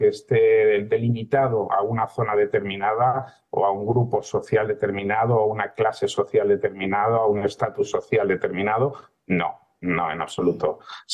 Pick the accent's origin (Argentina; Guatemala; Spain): Spain; Madrid, Community of Madrid; soy de Madrid y vivo en Madrid